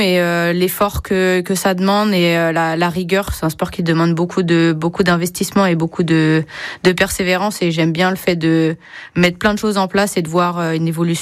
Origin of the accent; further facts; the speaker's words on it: Laval, Pays de la Loire, France; moved away as an adult; also born or lived in Vendée; C'est ça, je suis née à Laval, mes parents ont une ferme à Méral, donc en Mayenne. Et j'ai vécu pendant 5 ans en Vendée parce que je travaillais en Vendée, mais maintenant je navigue un petit peu entre les deux.